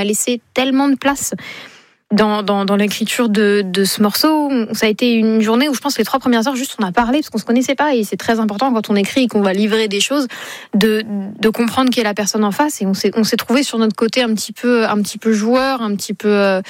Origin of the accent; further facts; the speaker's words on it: Paris, Île-de-France, France; born there; Et j'ai le droit parce que je suis née à Paris, donc j'ai un peu ce truc de je me permets de critiquer